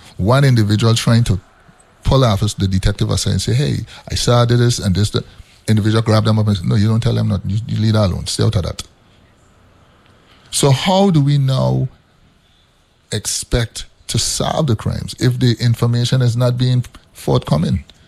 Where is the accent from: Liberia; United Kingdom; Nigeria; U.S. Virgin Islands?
U.S. Virgin Islands; we had community watches in the community in which I grew up in St. Thomas.